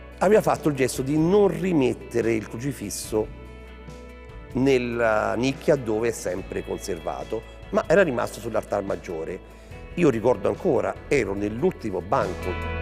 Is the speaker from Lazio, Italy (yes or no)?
yes; San Lorenzo Nuovo, Lazio, Italy; also born or lived in Orvieto; Io sono nato a Orvieto, ma sono cresciuto nel paese mio della famiglia, San Lorenzo Nuovo.